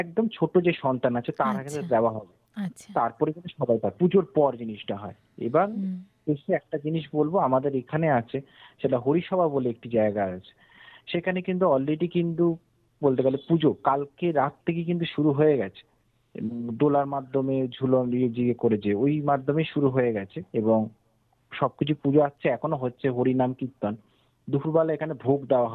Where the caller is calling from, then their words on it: Kolkata, West Bengal, India; বলছিলাম কসবা থেকে।